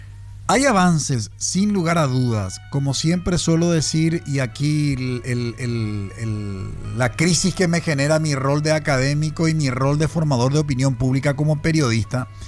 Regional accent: Paraguay; nuestra identidad cultural, identidad como paraguayo

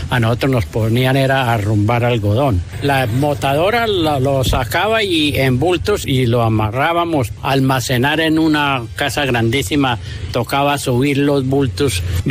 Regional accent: Suaita, Santander, Colombia; Yo nací en San José de Suaita

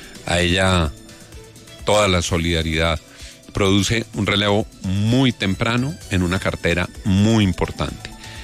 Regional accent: Colombia; Y lo digo como colombiano

